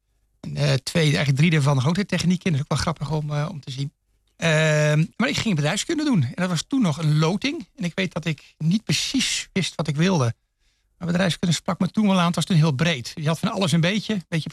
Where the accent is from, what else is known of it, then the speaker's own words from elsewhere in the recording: Nieuwegein, Utrecht, Netherlands; also born or lived in Linschoten; Geboren in Linschoten, een hele tijd geleden, de vorige eeuw. En met name mijn jeugd doorgebracht in Nieuwegein